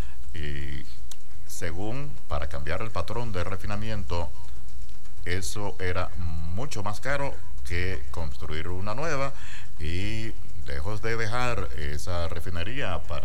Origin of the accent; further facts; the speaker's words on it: Caripito, Monagas, Venezuela; born there; now in Maturín, Venezuela; yo como caripiteño, a mí me llegan muchos mensajes de mi pueblo